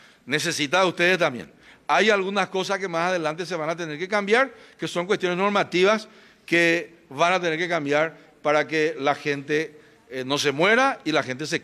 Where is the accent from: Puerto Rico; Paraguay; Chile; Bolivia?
Paraguay; Somos todos paraguayos